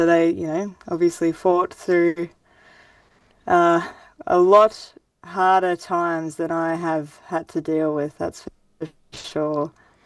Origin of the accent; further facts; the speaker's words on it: Grafton, New South Wales, Australia; No, well, I grew up in Grafton. It's like a small town, about 25,000 to 30,000 people, northern New South Wales.